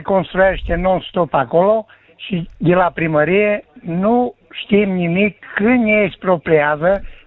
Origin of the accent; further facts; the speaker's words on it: Topa Mică, Cluj County, Romania; born there; also born or lived in Dezmir; Sunt un cetățean din Topa Mică, locul nașterii, și am acolo un teren